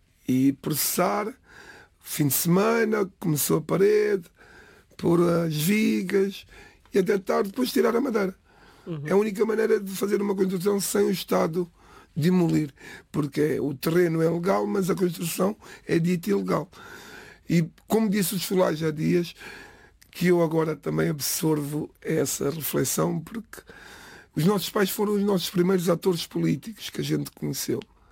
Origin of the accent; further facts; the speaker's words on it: Amadora, Lisbon, Portugal; first language Cape Verdean Creole; Portuguese is a second language; Amadora é, como cidade é de 79, eu sou mais velho que a própria cidade. Sou mais velho que a própria minha cidade, pertencia a Oeiras.